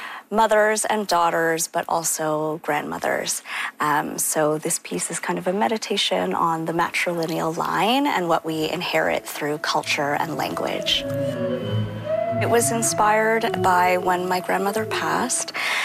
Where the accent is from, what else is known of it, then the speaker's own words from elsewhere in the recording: Toronto, Ontario, Canada; now in Vancouver, Canada; I'm originally from Toronto, but now based in Vancouver.